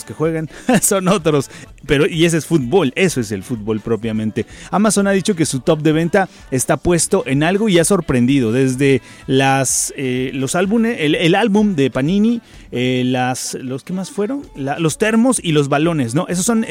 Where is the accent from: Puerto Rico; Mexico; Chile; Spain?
Mexico